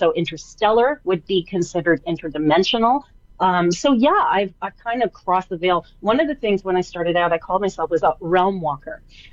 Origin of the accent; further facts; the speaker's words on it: Canada; I'm Canadian, I'll still say that.